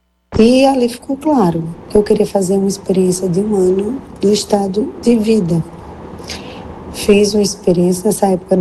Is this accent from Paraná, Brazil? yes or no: no; João Pessoa, Paraíba, Brazil; sou de João Pessoa, na Paraíba, sou irmã religiosa, tenho 35 anos